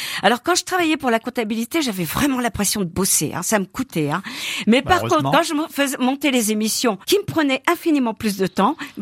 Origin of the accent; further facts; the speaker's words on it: Hauts-de-France, France; Je suis une ch'ti, je le revendique.